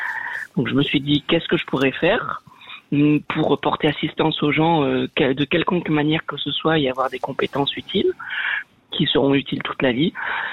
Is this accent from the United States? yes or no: no; France; nationalité française, je suis français.